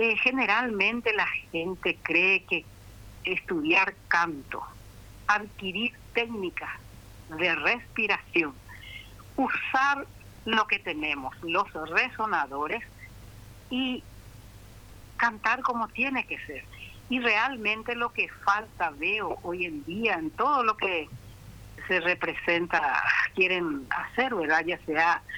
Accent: Buena Vista, Caazapá, Paraguay; born there; moved away; yo vengo del interior también, de casa, peña.

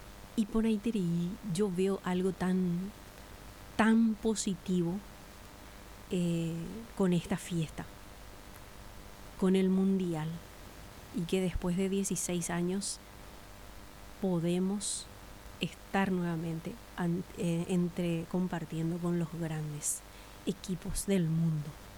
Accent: Paraguay; por lo que somos paraguayos, por nuestra identidad.

